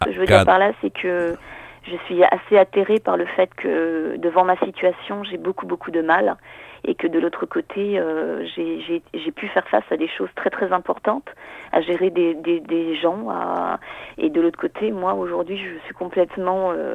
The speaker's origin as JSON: {"language": "French", "town": "Strasbourg", "region": "Grand Est", "country": "France", "tie": "born or raised there", "moved": "as an adult", "lives_now": "southern France", "said": "Strasbourg est ma ville natale. Hein, c'est une ville où j'y ai passé les 30 dernières années. Et en fait, si vous voulez, je suis aujourd'hui dans le sud."}